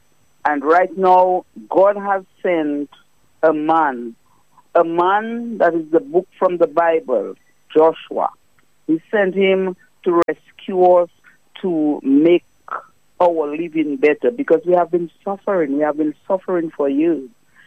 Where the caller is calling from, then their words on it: Saint David Parish, Dominica; I'm from the Kalinago territory, the Salibe constituency